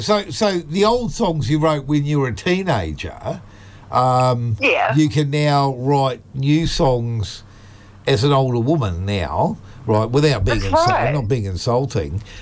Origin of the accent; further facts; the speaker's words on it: Cambridge, Waikato, New Zealand; I know growing up in the Waikato, in Cambridge where I grew up, there wasn't much going on